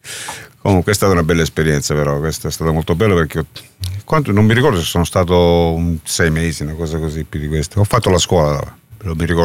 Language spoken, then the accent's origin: Italian; Milazzo, Sicily, Italy; io sono di Milazzo, è un triangolo, siamo quasi distanti uno dall'altro 25, neanche 20 chilometri, diciamo.